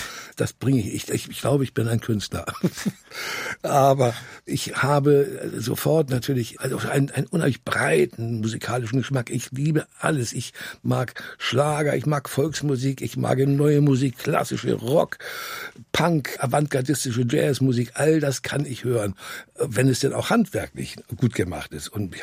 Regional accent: Hamburg, Germany; also born or lived in Vienna, Austria; Also meine Schwester, ich bin dann in Wien zur Welt gekommen. Und dann waren die Deutschen aber irgendwann nicht mehr so gelitten. Und dann hieß es wieder zurück ab nach Hause, nach Hamburg.

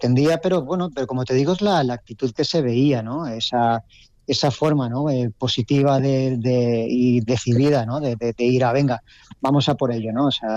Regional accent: Valencia, Valencian Community, Spain; Sí, claro. Y además no vivo lejos. Vivo pues al otro lado del río, pero bueno, pero mi zona siempre ha sido San Marcelino, siempre ha sido más hacia la Cruz Cubierta, toda esa parte

